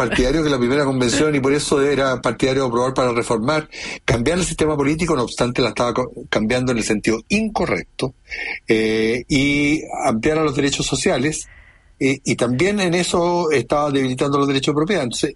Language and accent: Spanish; Chile; por la farra enorme que nos pegamos como chilenos con las dos convenciones